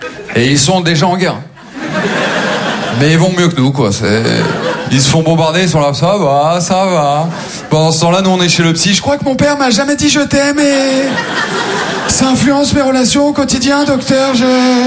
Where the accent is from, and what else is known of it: Maubeuge, Hauts-de-France, France; born or raised there